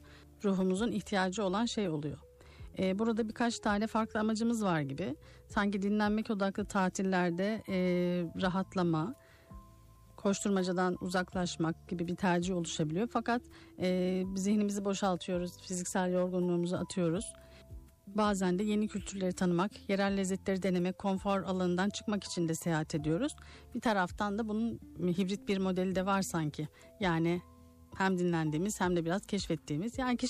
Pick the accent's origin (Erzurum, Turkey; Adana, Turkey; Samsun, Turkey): Erzurum, Turkey; Çünkü biz Erzurum'da büyüdük